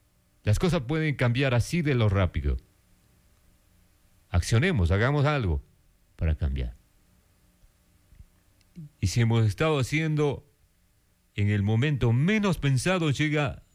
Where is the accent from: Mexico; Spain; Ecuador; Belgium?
Ecuador; nosotros como ecuatorianos estamos a la expectativa y estamos esperanzados por usted.